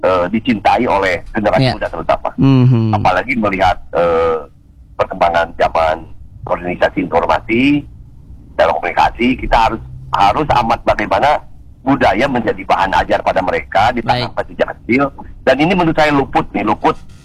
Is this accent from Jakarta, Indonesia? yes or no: no; Kalijati, West Java, Indonesia; Saya tuh orang Subang, orang Kalijati